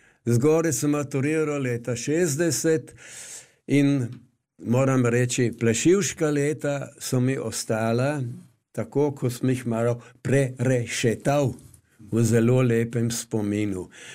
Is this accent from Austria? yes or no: yes; Carinthia, Austria; In kot koroški Slovenec moram reči